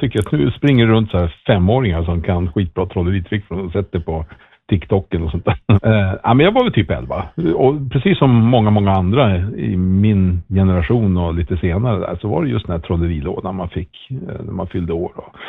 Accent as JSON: {"language": "Swedish", "region": "Norrland", "country": "Sweden", "said": "Jag är själv norrlänning, så jag vet ju hur det var."}